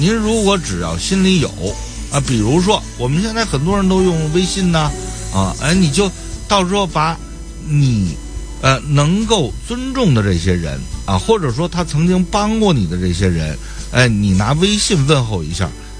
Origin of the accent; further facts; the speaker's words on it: Beijing, China; 再有呢，咱们勿留绰，就咱们北京人说的，你别出声，吧唧嘴